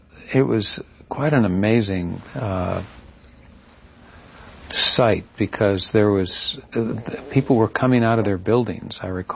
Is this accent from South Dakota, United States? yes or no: yes; Aberdeen, South Dakota, United States; the local police department in my hometown of Aberdeen, South Dakota, picked up my mother